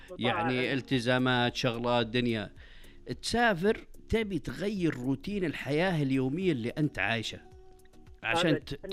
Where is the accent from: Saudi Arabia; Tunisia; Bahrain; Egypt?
Saudi Arabia; موجودة عندنا في المملكة العربية السعودية